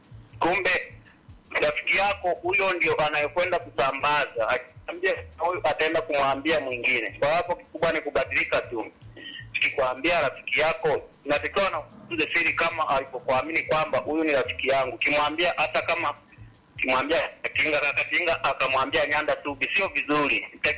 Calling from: Bushigoma, Tanzania; Dada, mimi natokea Konda Bushigoma … napiga simu kutoka Bushigoma kwa Tore.

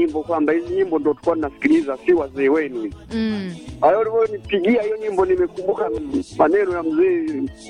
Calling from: Tanzania; Hii ni sauti ya … au babake na … kutoka Irula stendi ya Mbuzi hapa.

